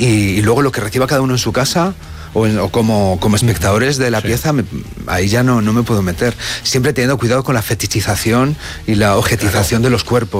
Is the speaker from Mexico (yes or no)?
no; Valladolid, Castile and León, Spain; yo soy castellano, sí. De Valladolid.